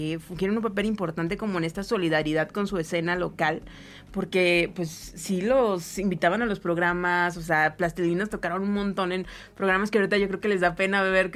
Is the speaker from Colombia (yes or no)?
no; Monterrey, Nuevo León, Mexico; now in Mexico City, Mexico; O sea, porque somos de Monterrey y estamos en el tiempo también